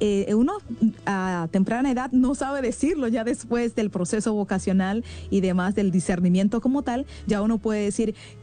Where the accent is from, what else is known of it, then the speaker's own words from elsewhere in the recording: Tenares, Hermanas Mirabal, Dominican Republic; El lugar que soy de aquí, de República Dominicana, se llama Tenares